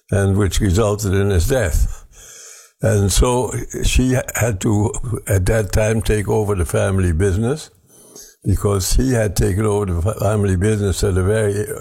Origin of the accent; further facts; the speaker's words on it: Berlin, Germany; now in Canada; I was born in Germany in 1925. Which makes me 98 at the present time, and into a well-to-do family. And my family had a banking house